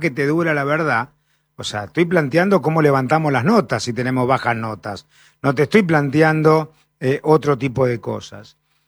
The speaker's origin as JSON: {"language": "Spanish", "country": "Argentina", "said": "claro que somos argentinos, claro que queremos lo mejor"}